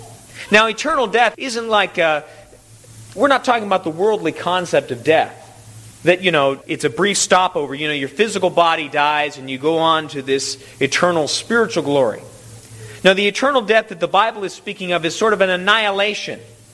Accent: United States; we also have the great blessing of being an American and knowing that most of us, we have a place to stay.

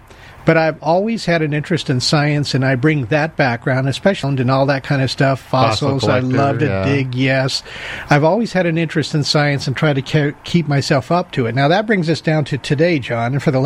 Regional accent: Los Angeles, California, United States; I grew up in Los Angeles, and in the Hollywood culture, I was not raised in a particularly religious home

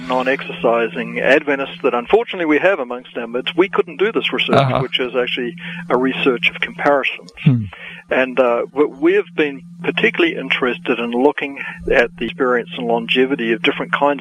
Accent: New Zealand; I grew up in New Zealand

